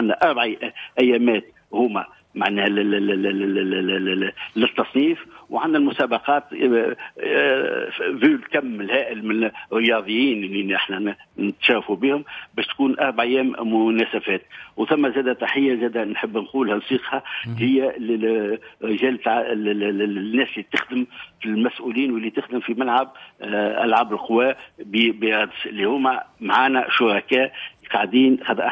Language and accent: Arabic; Tunisia